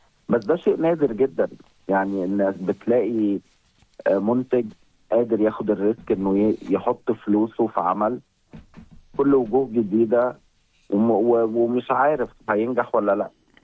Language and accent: Arabic; Egypt; عندنا في مصر